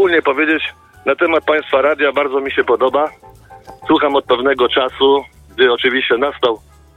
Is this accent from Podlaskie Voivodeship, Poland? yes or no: no; Gdynia, Pomeranian Voivodeship, Poland; born there; now in Bydgoszcz, Poland; Ja ogólnie urodziłem się w Gdyni, mieszkam w Bydgoszczy teraz obecnie